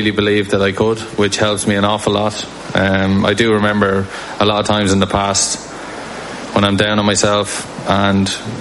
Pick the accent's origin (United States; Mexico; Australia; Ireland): Ireland; So obviously, look, I'm Irish, I grew up hole and putts on the putting green back home to win the Open.